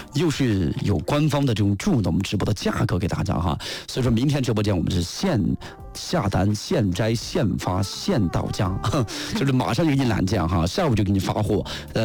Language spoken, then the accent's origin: Chinese; Sichuan, China; 我们四川话来说泄青，用我们普通话说就是啥子呢？变质